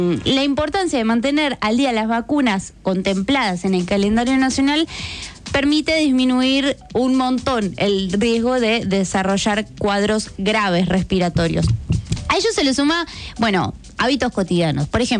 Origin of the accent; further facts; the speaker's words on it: Entre Ríos, Argentina; acá somos de Entre Ríos y nos gusta compartir el mate y la galletita y todo eso